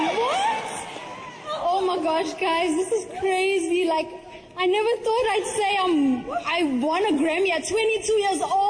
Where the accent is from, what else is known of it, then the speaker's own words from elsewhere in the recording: South Africa; I'm from South Africa.